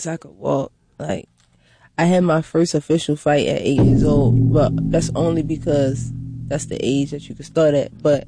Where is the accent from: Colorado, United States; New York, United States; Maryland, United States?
Maryland, United States; Baltimore; I'm from West Baltimore.